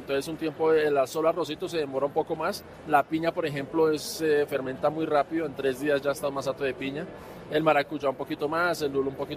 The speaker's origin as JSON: {"language": "Spanish", "region": "Bogotá", "country": "Colombia", "tie": "born there", "said": "pero yo soy nacido aquí en Bogotá, amo Bogotá."}